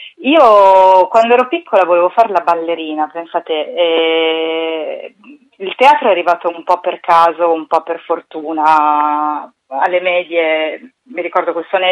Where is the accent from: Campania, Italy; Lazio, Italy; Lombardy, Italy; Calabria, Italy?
Lombardy, Italy; Milan; Io sono cresciuta a Milano. Sì, sono una milanese, non imbruttita